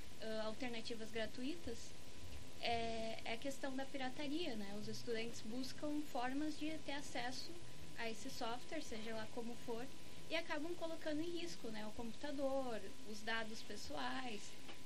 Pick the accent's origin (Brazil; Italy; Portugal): Brazil; São Paulo; now in Pelotas, Brazil; eu mesmo sou do interior de São Paulo, moro aqui em Pelotas, então eu tenho aluguel, eu tenho gastos para viver na cidade